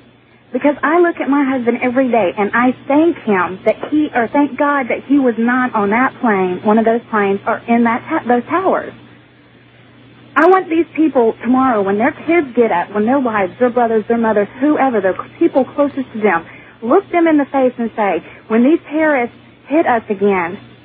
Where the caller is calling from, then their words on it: Modesto, California, United States; from Modesto.